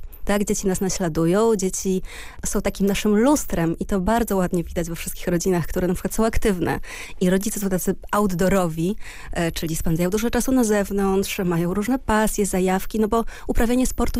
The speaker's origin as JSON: {"language": "Polish", "town": "Janowiec", "region": "Lublin Voivodeship", "country": "Poland", "tie": "born or raised there", "moved": "yes", "lives_now": "Warsaw, Poland", "said": "Ja się wychowałam na wsi, w Janowcu nad Wisłą, na Lubelszczyźnie, przepięknej miejscowości, gdzie były i górki, i doliny, i skałki, i lasy, i łąki, i ogród mojej babci, i pole mojej babci"}